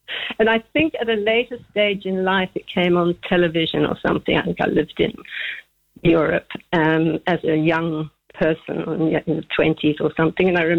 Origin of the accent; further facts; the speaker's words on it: Zambia; So I grew up in Zambia. I'm 75, so it was not Zambia then.